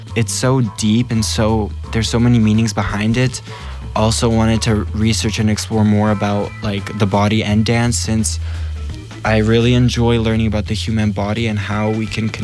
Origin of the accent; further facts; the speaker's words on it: Canada; also born or lived in Ljubljana; jaz sem iz Kanade, pa jaz sem 18 let.